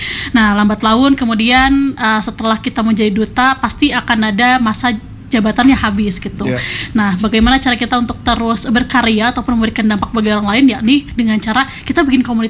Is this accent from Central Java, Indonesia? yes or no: no; Cirebon, West Java, Indonesia; now in Bandung, Indonesia; kebetulan berasal dari Cirebon juga.